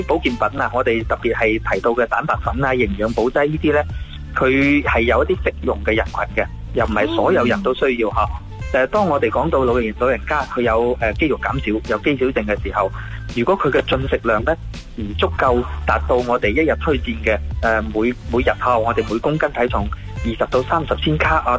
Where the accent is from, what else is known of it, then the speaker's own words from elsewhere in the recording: Guangdong, China; 我哋广东人